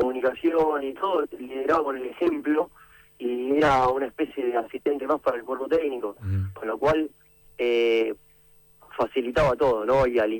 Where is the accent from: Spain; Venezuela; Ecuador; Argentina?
Argentina; somos Argentina, el argentino por naturaleza es muy exitista